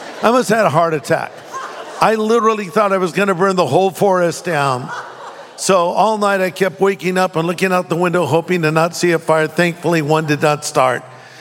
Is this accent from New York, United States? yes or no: no; California, United States; Well, listen, I'm from California, okay?